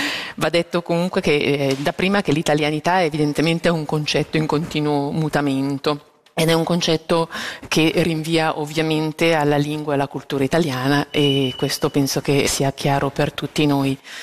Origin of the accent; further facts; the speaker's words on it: Ticino, Switzerland; io sono ticinese.